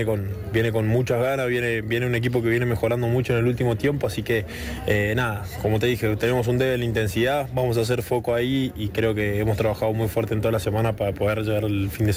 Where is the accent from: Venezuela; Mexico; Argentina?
Argentina; Mendoza; moved away as an adult; Cuando era chico jugaba en el Mendoza Rugby